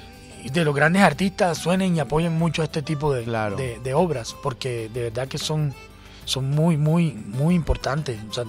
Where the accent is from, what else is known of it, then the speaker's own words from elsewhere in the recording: Cartagena, Bolívar, Colombia; Yo soy cartagenero, lo que pasa es que cuando sí, el Junior... Cuando yo estaba pequeñito